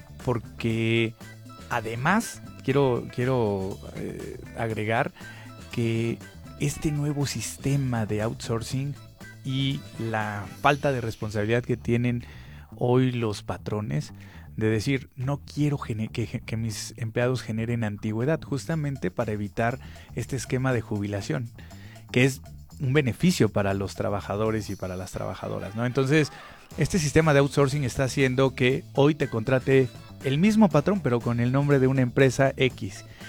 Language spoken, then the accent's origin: Spanish; Mexico; como mexicanas y como mexicanos